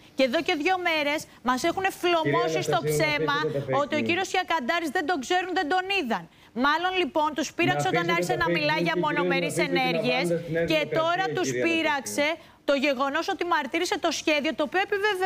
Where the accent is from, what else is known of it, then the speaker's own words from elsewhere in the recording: Greece; ως Έλληνας πολίτης, ως Ελληνίδα